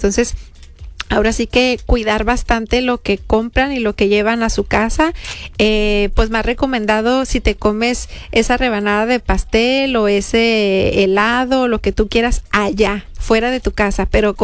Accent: Mexico; Y somos mexicanos, los que no me están oyendo, hablamos español.

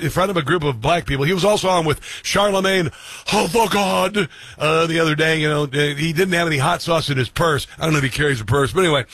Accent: Egypt; Yeah, I'm from Egypt.

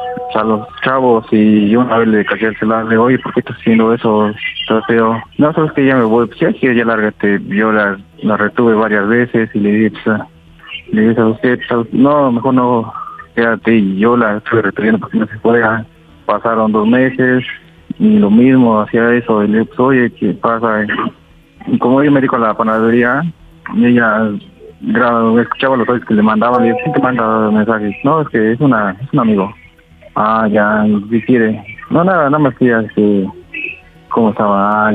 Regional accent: Acuplavilco, Tlaxcala, Mexico; Tengo 29 años, soy de Acuplavilco, Tlaxcala.

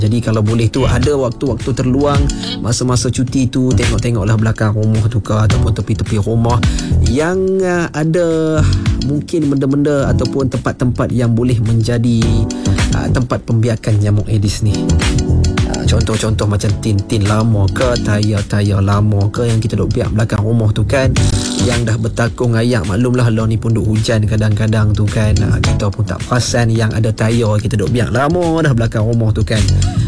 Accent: Perlis, Malaysia; Jadi kita harapkan kita sebagai rakyat Perlis ni dapat menjagalah kebersihan di negeri kita ni

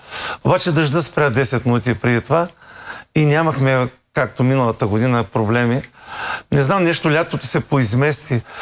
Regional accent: Polski Trambesh, Veliko Tarnovo Province, Bulgaria; born or raised there; moved away

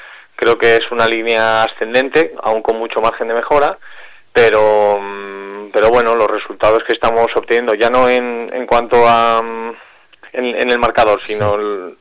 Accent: Logroño, La Rioja, Spain; moved away as an adult; Llegaba de nuevo también, porque yo salí de Logroño a los 18.

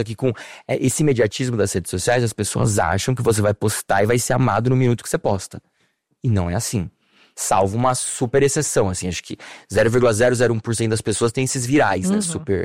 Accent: Vila Militar, Rio de Janeiro, Brazil; born or raised there

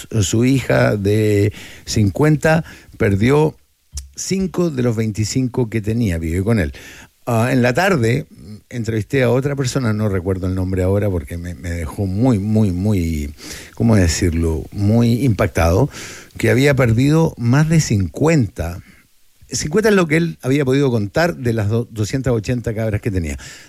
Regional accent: Vallenar, Atacama, Chile; born there; now in Santiago, Chile; Yo soy nacido en Vallenar, mi familia es de Copiapó

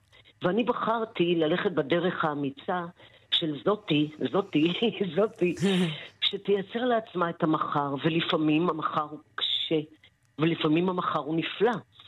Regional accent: Northern District, Israel; born there; אני ילידת קיבוץ בית אלפא, עשירי לשישי 61.

